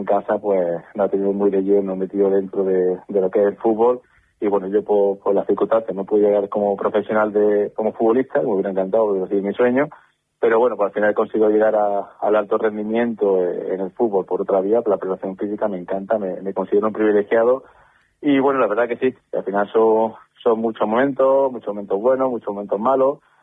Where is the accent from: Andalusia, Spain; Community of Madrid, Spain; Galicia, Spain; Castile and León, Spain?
Andalusia, Spain; Linares; moved away; para mi tierra. Para mi ciudad, la que represento allá donde voy, mi Linares